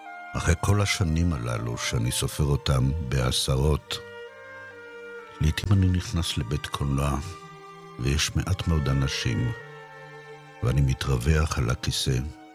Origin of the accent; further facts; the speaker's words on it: Herzliya, Tel Aviv District, Israel; נזכרתי בימי ילדותי בהרצליה.